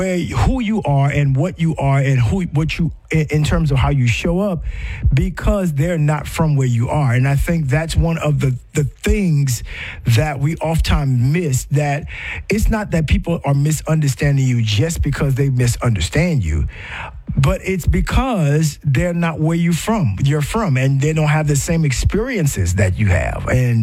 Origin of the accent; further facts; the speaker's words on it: United States; accent: Gullah Geechee; my Gullah Geechee twang.